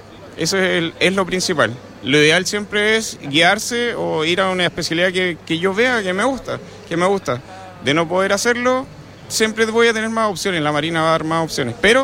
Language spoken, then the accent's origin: Spanish; Iquique, Tarapacá, Chile; moved away as an adult; Yo de hecho soy de acá, soy de Iquique.